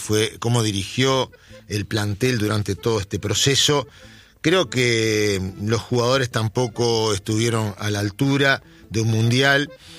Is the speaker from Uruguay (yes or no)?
yes; Uruguay; como uruguayos que somos